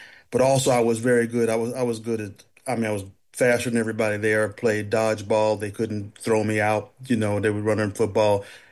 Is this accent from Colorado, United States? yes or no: yes; Denver, Colorado, United States; now in Michigan, United States; growing up in Denver, Denver's about as white as Detroit is black. Right now, about 9% black. But without delving into statistics, we were in a predominantly black neighborhood until we moved when I was about 6 years old.